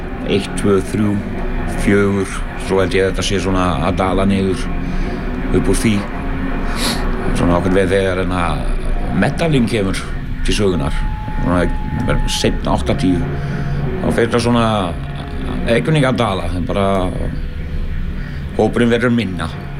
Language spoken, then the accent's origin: Icelandic; Belgium; now in Iceland; Ég er upprunalega frá Belgíu og kom hérna sem sagt sent 81.